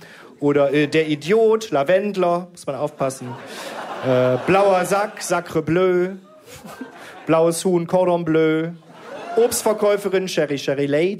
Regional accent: Willich, North Rhine-Westphalia, Germany; born there; Geboren bin ich in Willich und mit CH. Und Willich hat immerhin einen eigenen Wikipedia-Artikel.

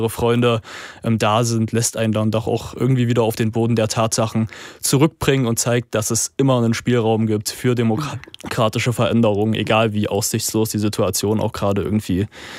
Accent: Zwickau, Saxony, Germany; Ich weiß noch, als ich die erste Lesung in meinem Heimatort Zwickau gemacht habe

